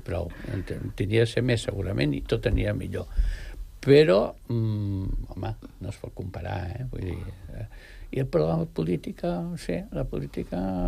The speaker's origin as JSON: {"language": "Catalan", "town": "El Masnou", "region": "Catalonia", "country": "Spain", "tie": "born or raised there", "said": "Hi ha un pintor del Masnou, que és el meu poble"}